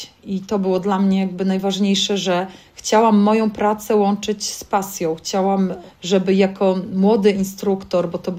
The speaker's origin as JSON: {"language": "Polish", "town": "Sejny", "region": "Podlaskie Voivodeship", "country": "Poland", "tie": "born there", "moved": "yes", "lives_now": "Suwałki, Poland", "said": "wcześniej też mieszkając w Sejnach, bo pochodzę z Sejn. Można powiedzieć, jestem dzieckiem pogranicza sztuk kultur narodów"}